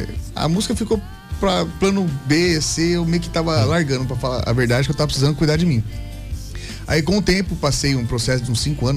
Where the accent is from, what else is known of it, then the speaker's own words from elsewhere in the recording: Mauá, São Paulo, Brazil; also born or lived in São Bernardo do Campo; now in Ribeirão Pires, Brazil; Eu nasci em São Bernardo, cresci no Zaire, em Mauá, e moro em Ribeirão Pires. São todas cidades vizinhas do ABC Paulista.